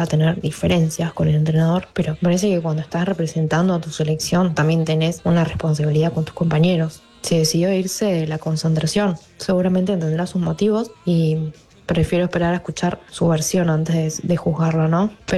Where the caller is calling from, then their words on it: Buenos Aires, Argentina; de Buenos Aires, capital.